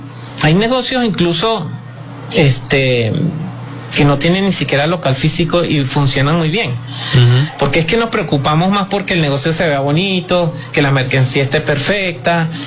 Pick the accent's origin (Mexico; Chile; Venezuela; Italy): Venezuela; nosotros como venezolanos